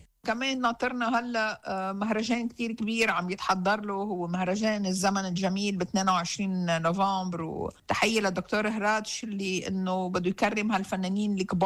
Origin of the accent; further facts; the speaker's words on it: South Lebanon, Lebanon; اكيد قلبنا عم بينوجع، وانا بنت جنوبية وانا ضيعتي راحت